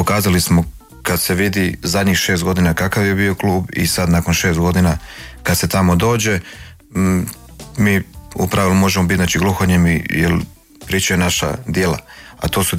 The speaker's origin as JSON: {"language": "Croatian", "town": "Zagreb", "region": "City of Zagreb", "country": "Croatia", "said": "mi tamo svi inače Rudišani smo ponosni"}